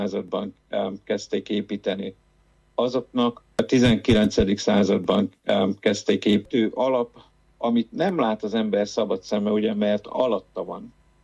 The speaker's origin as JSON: {"language": "Hungarian", "town": "Baja", "region": "Bács-Kiskun", "country": "Hungary", "tie": "born or raised there", "said": "egy kisvárosban nőttem fel, ugye Baja az nem egy nagyváros. Magyarországon viszonylatokban sem."}